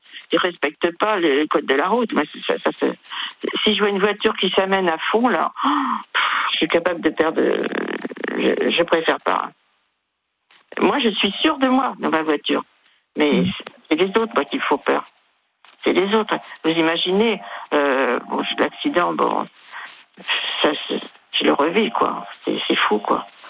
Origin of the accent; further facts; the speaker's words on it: Brittany, France; Moi, je suis bretonne, hein, je suis dans Bretagne